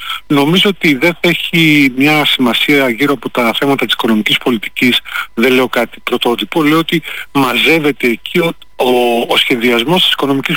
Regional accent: Greece; αν σε όλη αυτή τη μεγάλη αλλαγή εμείς ως Έλληνες, ως Ελλάδα, έχουμε ένα ρόλο

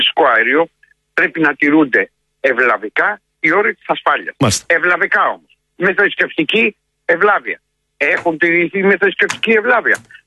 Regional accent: Patras, Western Greece, Greece; Είχα την μεγαλύτερη τύχη να γεννηθώ στην Πάτρα.

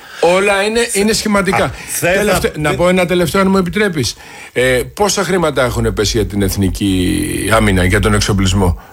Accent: Greece; Ξέρεις πόσο με πονάει εμένα αυτό ως Έλληνα? Όχι σαν Έλληνα, ως Έλληνα.

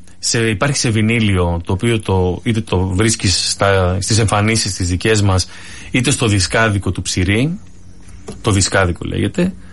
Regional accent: Igoumenitsa, Epirus, Greece; Συνειδητοποίησα την καταγωγή μου, επειδή είμαι από την Ιγουμενίτσα, τα μισά που έλεγαν τα καταλάβαινα, γιατί μιλάνε αρβανίτικα

